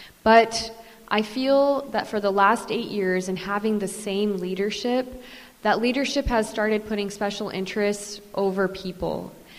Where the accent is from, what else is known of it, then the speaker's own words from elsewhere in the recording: Central Valley, California, United States; And this is where I've been born and raised, and this is the district that raised me, and I want to give that same energy back to it, because the hardest working people I know are right here in the Southern Central Valley.